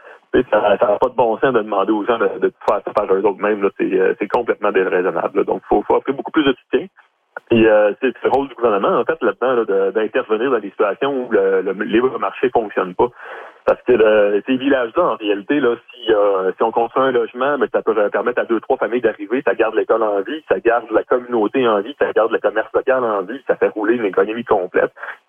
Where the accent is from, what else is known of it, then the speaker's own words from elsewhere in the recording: Trois-Rivières, Quebec, Canada; moved away; Moi, je viens de Trois-Rivières, d'ailleurs.